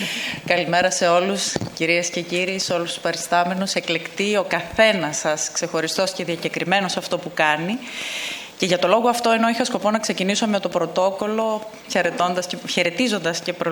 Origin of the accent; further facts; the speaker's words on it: Eastern Macedonia and Thrace, Greece; born there; Γεννηθήκαμε όλοι στη Θράκη. Μεγαλώσαμε ακούγοντας ιστορίες από παππούδες και γιαγιάδες.